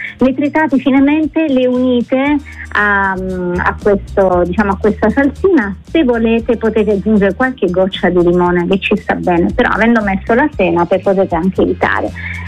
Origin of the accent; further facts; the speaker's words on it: Apulia, Italy; sono salentina